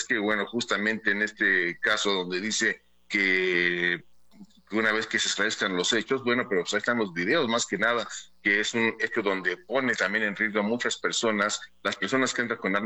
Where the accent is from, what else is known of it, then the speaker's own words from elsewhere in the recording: Mexico; soy mexicana.